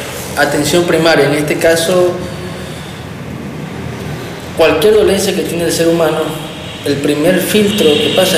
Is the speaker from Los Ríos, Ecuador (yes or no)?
no; El Empalme, Guayas, Ecuador; born or raised there